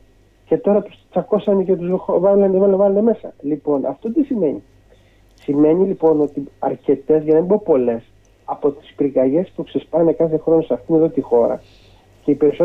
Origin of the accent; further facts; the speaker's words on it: Rethymno, Crete, Greece; now in Athens, Greece; στην πατρίδα μου στο Ρέθυμνο